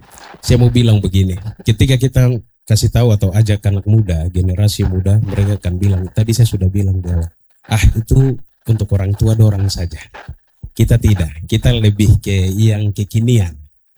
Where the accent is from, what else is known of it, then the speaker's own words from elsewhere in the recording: Papua, Indonesia; berarti aku Papua.